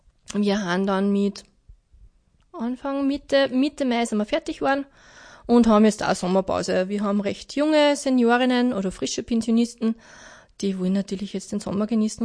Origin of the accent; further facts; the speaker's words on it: Upper Austria, Austria; moved away as an adult; now in Mühlviertel, Austria; Ja, ich bin ursprünglich aus dem Hausruckviertel und gar nicht aus Gallnerkirchen. Mich hat die Ausbildung ins Mühlviertel gebracht.